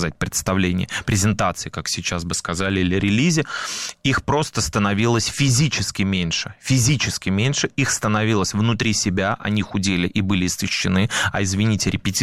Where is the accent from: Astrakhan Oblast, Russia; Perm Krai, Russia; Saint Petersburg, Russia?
Saint Petersburg, Russia; я как ленинградец, как потомок людей, которые прошли блокаду, потомок людей, которые погибли